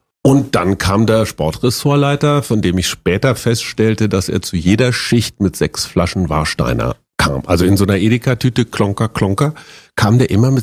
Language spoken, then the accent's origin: German; Münster, North Rhine-Westphalia, Germany; in Münster, meiner Heimatstadt in Westfalen, lagen direkt gegenüber vom Verlagsgebäude der Münsterischen Zeitung.